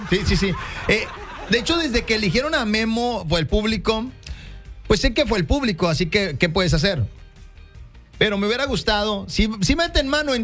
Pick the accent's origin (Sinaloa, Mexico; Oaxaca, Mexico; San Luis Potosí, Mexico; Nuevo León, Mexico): Nuevo León, Mexico; Monterrey; moved away; me pone la flaca, que vive acá, pero que también es de Monterrey.